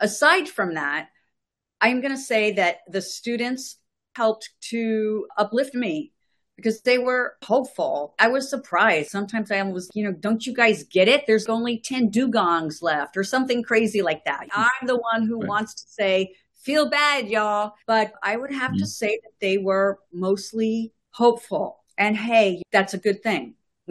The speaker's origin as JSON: {"language": "English", "country": "United States", "said": "as an American, I grew up thinking do everything best and we're the first and all of that."}